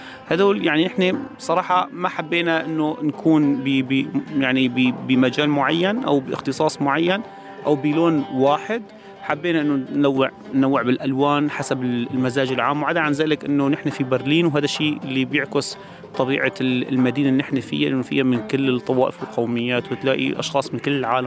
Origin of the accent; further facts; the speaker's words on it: Aleppo, Aleppo Governorate, Syria; now in Berlin, Germany; نحن عنا بحلب، نحن كمان من حلب